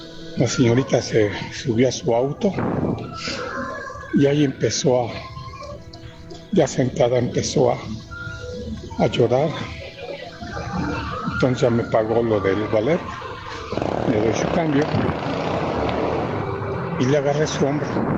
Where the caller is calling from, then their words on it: Puebla, Mexico; de Puebla